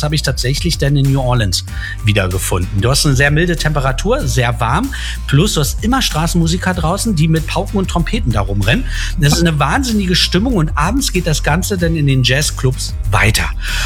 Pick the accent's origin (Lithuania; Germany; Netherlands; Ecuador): Germany; Berlin; ich komme ja aus Berlin